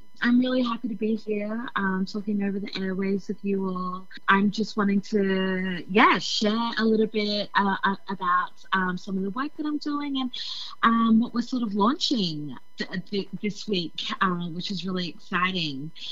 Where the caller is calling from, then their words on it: Melbourne, Victoria, Australia; I am here on Nam. I'm calling in from Nam, which is the traditional name for Melbourne of the Wurundjeri Woiwurrung people